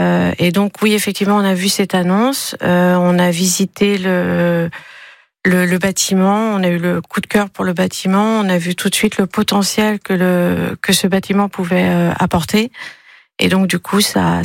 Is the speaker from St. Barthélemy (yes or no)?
no; Saint-Malo, Brittany, France; moved away as an adult; now in Arbouet-Sussaute, France; nous venons effectivement de Saint-Malo, en Bretagne. On est arrivé dans le Pays Basque en 2021. On venait dans la région en vacances, on a eu le coup de cœur pour la région.